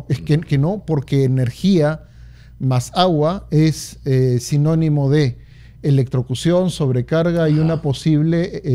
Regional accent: Lima, Peru; Yo vengo de Pueblo Libre y las casas son chiquitas, pero son antiguas.

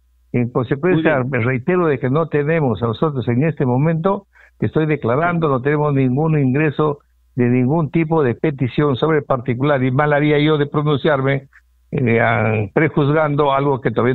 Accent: Peru; aquí hay que ser creativos como peruanos

